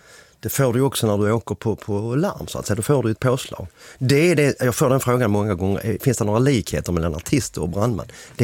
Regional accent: Helsingborg, Skåne, Sweden; Vi kommer ju inte från Stockholm, vi kommer från Helsingborg.

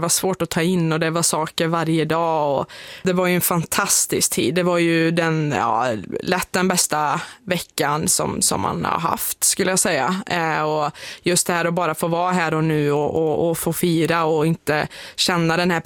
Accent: Skövde, Västra Götaland County, Sweden; born there; moved away as an adult; familj och vänner hemma i Skövde

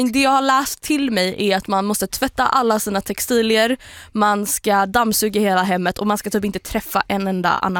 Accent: Gothenburg, Västra Götaland County, Sweden; vi ska tillbaka till min hemstad, GBG.

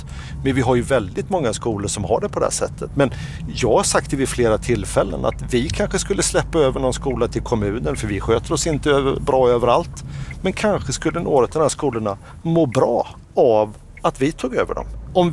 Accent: Småland, Sweden; jag är ju uppvuxen i Småland, alltså innan friskolor fanns.

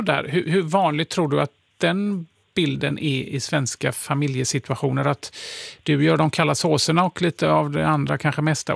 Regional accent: Kävlinge, Skåne, Sweden; born there; Jag är född i Kävlinge.

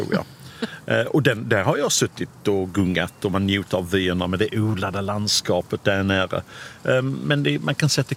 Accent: Sheffield, Yorkshire and the Humber, United Kingdom; Kanske jag var inte så medveten om det då när jag var liten, men jag minns att det var väldigt mycket som var terrasserad.

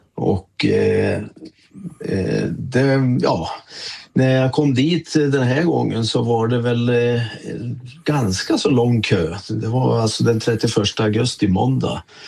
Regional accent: Sweden; För det första därför att jag är svensk.

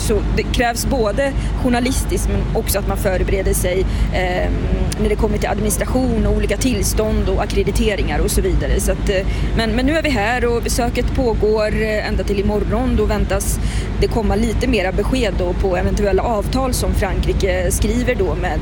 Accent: Vänersborg, Västra Götaland County, Sweden; moved away; jag är från Vänersborg och jag har ju min familj där

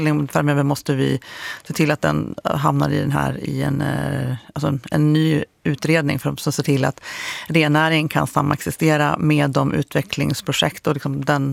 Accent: Jämtland County, Sweden; born or raised there

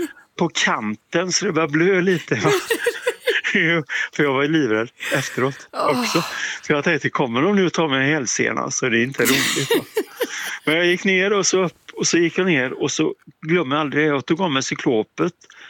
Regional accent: Orust, Västra Götaland County, Sweden; jag är uppvuxen på Orust på sommarstället, vet du.

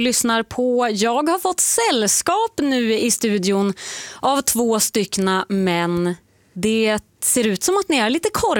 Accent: Umeå, Västerbotten County, Sweden; now in Gothenburg, Sweden; jag är född och uppvuxen då i Umeå. Men Göteborg i hjärtat får man säga.

